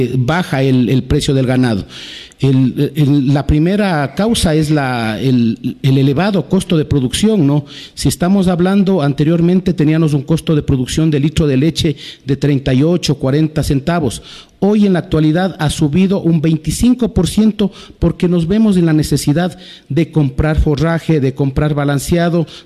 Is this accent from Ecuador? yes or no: yes; Píllaro, Tungurahua, Ecuador; Yo soy de Santiago de Píllaro, también soy concejal rural del cantón Santiago de Píllaro